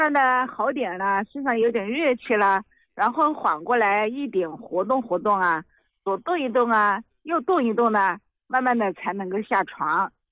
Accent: Hubei, China; 李老师啊，我是湖北的

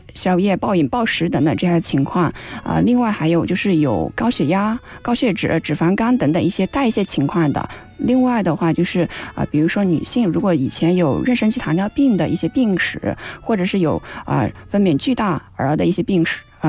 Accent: China

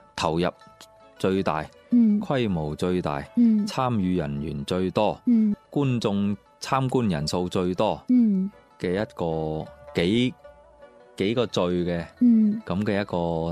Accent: Guangdong, China; 不斷創新就係我哋廣東人嘅一種嶺南或者叫嶺南文化嘅一種最核心嘅價值，

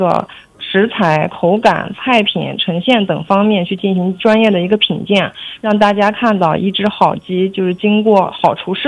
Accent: Xinjiang, China; 我们新疆人自己的吃鸡节

